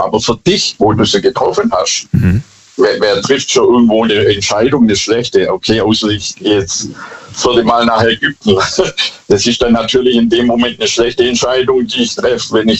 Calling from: Bad Boll, Baden-Württemberg, Germany; ich komme aus Bad Boll.

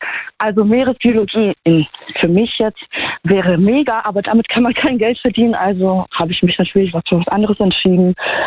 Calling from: Trier, Rhineland-Palatinate, Germany

